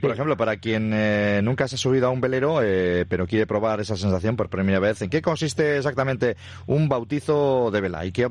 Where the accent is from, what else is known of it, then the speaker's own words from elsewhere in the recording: Bermeo, Basque Country, Spain; Yo te hablo desde el conocimiento que tengo en mi pueblo, por ejemplo, en Bermeo.